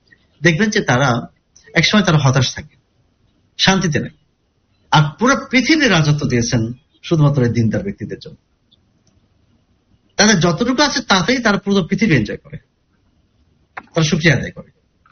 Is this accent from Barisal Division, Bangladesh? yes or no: no; Kushtia, Khulna Division, Bangladesh; moved away; আমার গ্রামের বাড়ি কুষ্টিয়ার